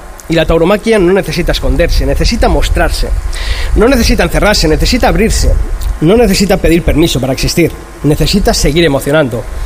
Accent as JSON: {"language": "Spanish", "town": "Madrid", "region": "Community of Madrid", "country": "Spain", "tie": "born there", "said": "Yo nací en Madrid. Mis raíces familiares se hunden en Castilla, el lugar de la tierra y de los cielos más absolutos, más concretamente en tierras de Ávila. Y hoy estoy aquí, en Huelva"}